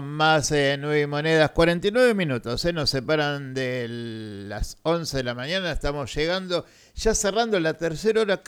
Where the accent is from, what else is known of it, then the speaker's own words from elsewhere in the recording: Buenos Aires, Argentina; Soy porteño.